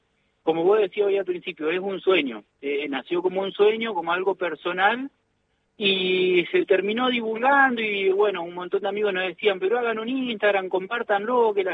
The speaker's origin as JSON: {"language": "Spanish", "country": "Argentina", "said": "nos quiso poner un freno a los argentinos, sin saber lo que somos los latinos"}